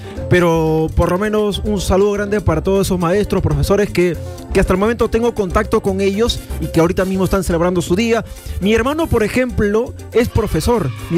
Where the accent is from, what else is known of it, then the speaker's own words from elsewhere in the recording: Lima, Peru; Yo estudié en un colegio particular en Villa María del Triunfo. Yo soy de Villa María del Triunfo.